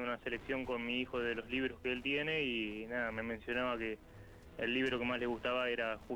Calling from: San Pedro, Argentina; de San Pedro.

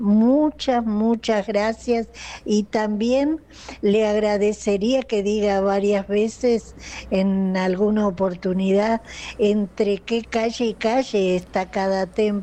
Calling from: José León Suárez, Buenos Aires Province, Argentina; vivo en José León Suárez.

